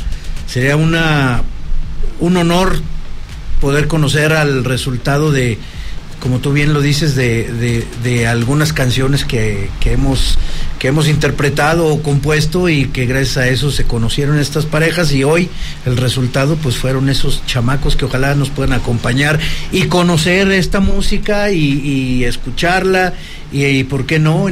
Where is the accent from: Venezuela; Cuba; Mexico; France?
Mexico; Zacatecas; Somos cuatro artistas zacatecanos de amplia trayectoria